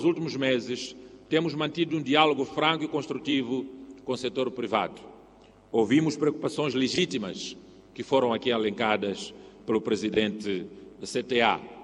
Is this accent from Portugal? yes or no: no; Mozambique; estamos todos nós, como moçambicanos